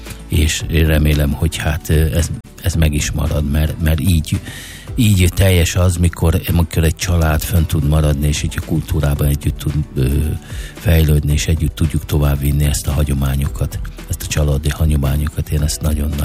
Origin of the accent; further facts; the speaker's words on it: Győr, Győr-Moson-Sopron, Hungary; born there; a családom az Győrből származik. Tehát a gyökerek igazán ebből Győrben vannak, tehát mind a hárman Győrbe születtünk, az édesapám is Győrbe született, az édesanyám is Győrbe született